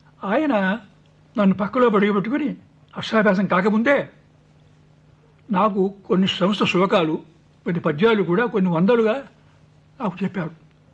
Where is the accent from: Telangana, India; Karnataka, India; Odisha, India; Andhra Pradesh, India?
Andhra Pradesh, India; Machilipatnam; born there; also born or lived in his home village (unnamed); అందువల్ల మచిలీపట్నం వచ్చాం. కాబట్టి మాధ్యమిక విద్య అంతా కూడా మచిలీపట్నంలో జరిగింది.